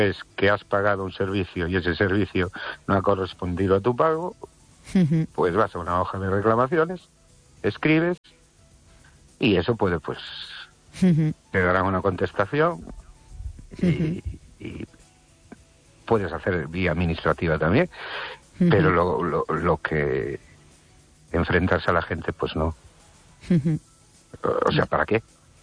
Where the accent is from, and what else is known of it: Ourense, Galicia, Spain